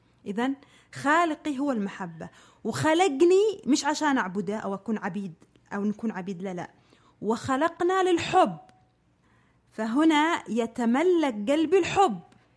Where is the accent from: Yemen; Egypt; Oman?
Yemen; ومعروفة هذه الكلمة عندنا في اليمن